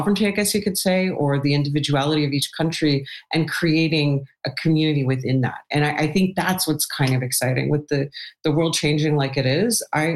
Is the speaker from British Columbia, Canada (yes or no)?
no; Toronto, Ontario, Canada; moved away as an adult; also born or lived in Marseille, France; But I spoke French and I was from Toronto.